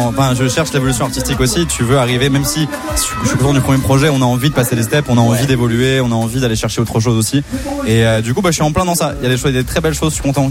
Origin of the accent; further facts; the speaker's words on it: Pau, Nouvelle-Aquitaine, France; je suis de Pau